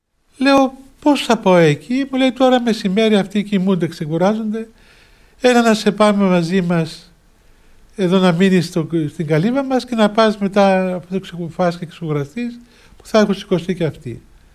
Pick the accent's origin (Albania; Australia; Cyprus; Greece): Cyprus; Ουρανούπολη, χωρίς να ξέρω ότι έπρεπε να βγάλω τότε άδεια εισόδου στο Άγιον Όρος, γιατί θεωρούμε αλλοδαπός ως Κύπριος.